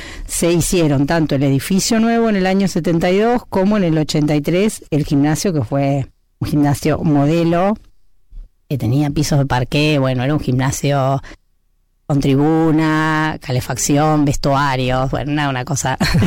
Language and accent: Spanish; Pehuajó, Buenos Aires Province, Argentina; vengo como una de las nietas, en el caso de las pehuajenses